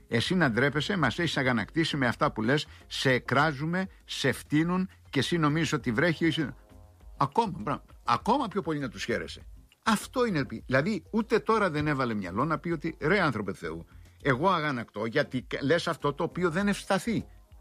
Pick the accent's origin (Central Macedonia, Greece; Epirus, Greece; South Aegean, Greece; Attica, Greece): Epirus, Greece; Δεν είμαι από την Κρήτη για να είμαι βασιλάκης, είμαι υπηρώτης και